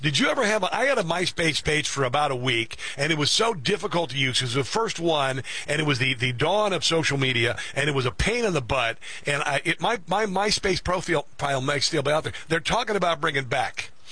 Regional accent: Iowa, United States; also born or lived in Missouri; Yeah, I saw my my home state of Iowa got 11. I don't know how. I mean, Iowa's a great place to grow up, and it's a great place if you're farming

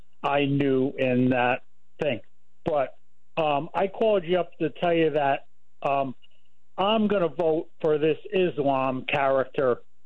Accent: Connecticut, United States; also born or lived in New York; I just want to say that I grew up in Connecticut and New York, and I was in the city for 9/11.

